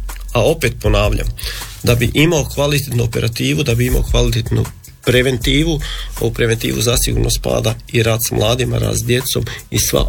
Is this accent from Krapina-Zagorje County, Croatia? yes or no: yes; Tugonica, Krapina-Zagorje County, Croatia; kod nas u Tugonici